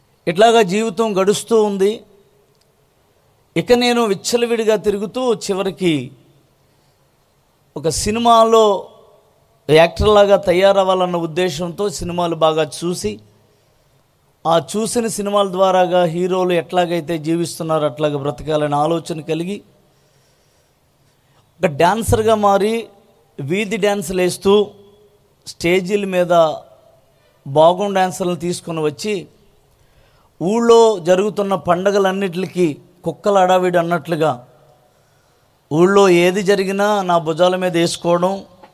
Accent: Venkatraopalem, Andhra Pradesh, India; మాది తాడేపల్లిగూడెం దగ్గర వెంకట్రావుపాలెం అని ఒక చిన్న పల్లెటూరు, ఒక పేద కుటుంబం. అలాంటి పేద కుటుంబంలో పుట్టిన నేను నా తల్లిదండ్రులకు ఆఖరి వాడిని, నలుగురు సంతానంలో ఆఖరి వాడిగా పుట్టాను.

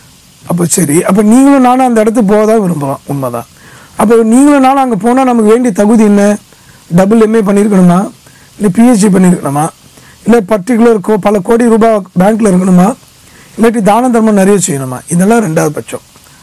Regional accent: Chennai, Tamil Nadu, India; நான் சென்னையில் பிறந்தவன்.

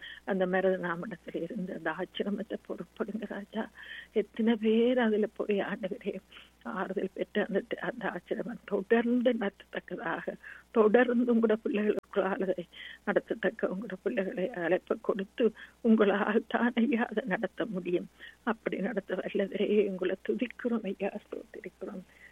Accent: Sri Lanka; moved away; நாங்கள் பிறந்து வளர்ந்த எங்கள் தீவுக்காக

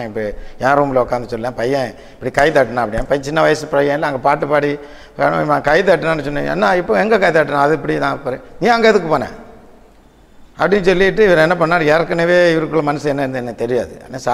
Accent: Chennai, Tamil Nadu, India; born there; also born or lived in Mumbai

